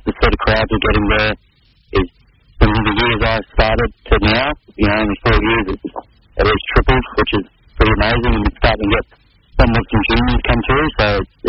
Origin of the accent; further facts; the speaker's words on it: Mackay, Queensland, Australia; I'm a kid from Mackay, and all of a sudden I was playing in Madrid, the game I've loved since I was 9 years old.